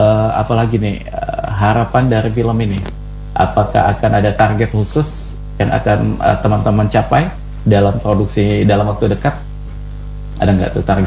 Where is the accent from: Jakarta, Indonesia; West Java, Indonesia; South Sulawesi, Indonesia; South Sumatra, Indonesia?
South Sumatra, Indonesia; Palembang; sebagai orang Palembang, sebagai orang Sumsel